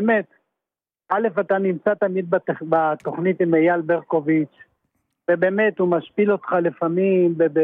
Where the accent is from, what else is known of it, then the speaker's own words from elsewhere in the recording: Tel Aviv, Tel Aviv District, Israel; שהיינו וגדלנו בשכונה, בתחנה מרכזית הישנה, רחוב לבנדה, פינת התקווה